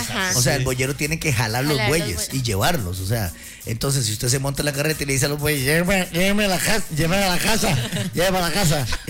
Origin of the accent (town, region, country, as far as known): Costa Rica